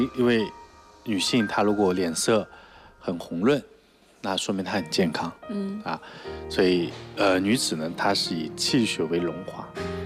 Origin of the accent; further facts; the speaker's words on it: China; 我们中国人